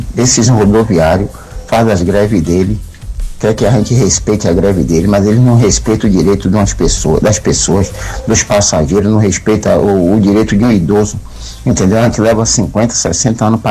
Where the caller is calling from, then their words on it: Salvador, Bahia, Brazil; sou de Cajazeira, moro em Cajazeira.